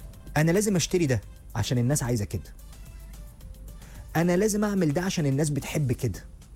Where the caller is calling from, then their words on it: Alexandria, Alexandria Governorate, Egypt; صباح الخير يا أستاذ محمود، … من اسكندرية، من أشد المعجبين بالبرنامج.